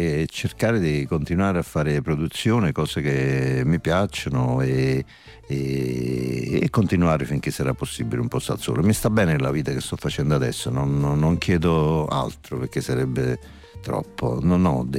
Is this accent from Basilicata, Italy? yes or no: no; Naples, Campania, Italy; Io qui sono napoletano